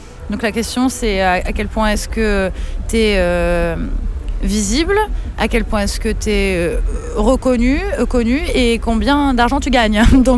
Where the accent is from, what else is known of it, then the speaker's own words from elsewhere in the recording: Grasse, Provence-Alpes-Côte d'Azur, France; moved away as an adult; now in Paris, France; J'ai grandi là-bas. Maintenant, je suis à Paris. Parce qu'on n'a rien sans rien. Mais ouais, j'ai grandi dans le sud.